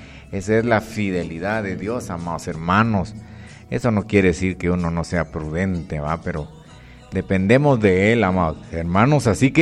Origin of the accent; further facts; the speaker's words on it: San Pedro Necta, Huehuetenango, Guatemala; moved away; ayer estuve ya por las tierras de San Pedro Neta, mi pueblo